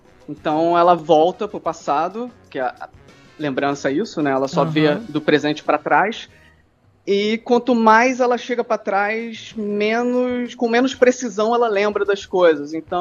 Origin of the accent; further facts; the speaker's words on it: Rio de Janeiro, Brazil; Sou carioca da gema, mas com certas ressalvas, né? Não sou muito de praia, não sou muito de futebol, nem de samba, então, assim, mas nasci no Rio